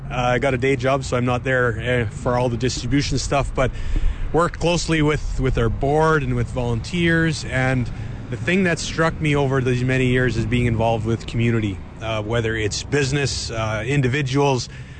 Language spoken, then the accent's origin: English; Grunthal, Manitoba, Canada; I grew up in Grenthal, born and raised.